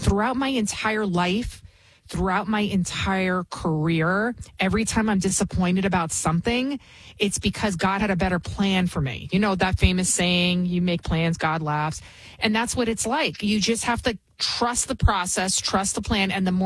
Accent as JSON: {"language": "English", "town": "Bronx", "region": "New York", "country": "United States", "accent": "Bronx", "second_language": "English", "said": "I can be from the Bronx. Obviously, you can hear it in my accent, which I've been trying to get rid of, but it's just a part of who I am."}